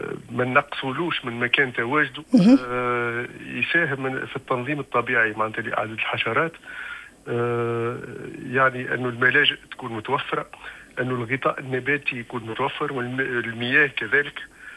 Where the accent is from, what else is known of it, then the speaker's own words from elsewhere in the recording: Tunisia; عندنا في تونس